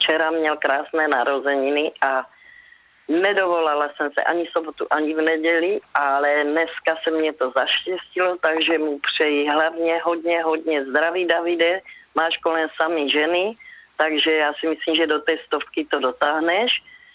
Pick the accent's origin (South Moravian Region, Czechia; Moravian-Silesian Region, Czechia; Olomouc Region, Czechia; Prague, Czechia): South Moravian Region, Czechia; Velké Němčice; Z Velkých Němčic